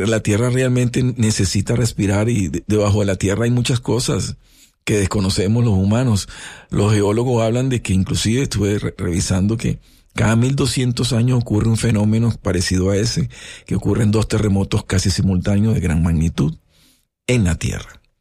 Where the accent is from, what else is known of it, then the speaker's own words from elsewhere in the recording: Venezuela; moved away; Como venezolano, primero, yo estoy viviendo acá una situación muy difícil también, porque desde acá no puedo ir a abrazar a mis seres queridos, porque tampoco es fácil viajar a Venezuela.